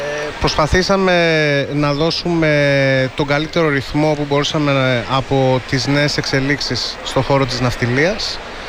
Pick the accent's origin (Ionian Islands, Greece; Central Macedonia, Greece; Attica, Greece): Ionian Islands, Greece; Corfu; Και εγώ νησιώτης είμαι από την Κέρκυρα. Και εγώ γιος ναυτικού είμαι.